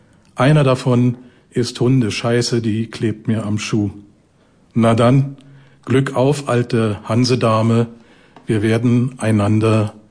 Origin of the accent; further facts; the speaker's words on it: Frankfurt, Brandenburg, Germany; Also ein paar Gedichte zu Frankfurt-Oder, meiner Heimatstadt.